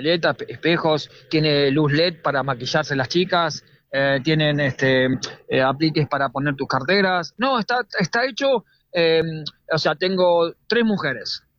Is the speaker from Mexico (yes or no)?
no; Mar del Plata, Buenos Aires Province, Argentina; me venía a trabajar acá a Mar del Plata, dije, listo, ya está, la vida me está hablando, mi pueblo natal, mi ciudad natal me está diciendo, tráelo.